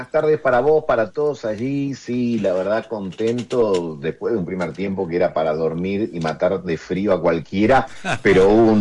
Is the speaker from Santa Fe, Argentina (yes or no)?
no; Buenos Aires, Argentina; Yo nací y me crié en Saavedra.